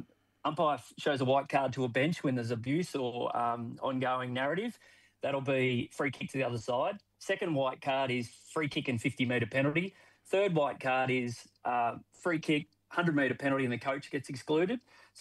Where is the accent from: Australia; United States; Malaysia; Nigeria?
Australia; Orbost, Victoria; Yeah, I grew up in Orboston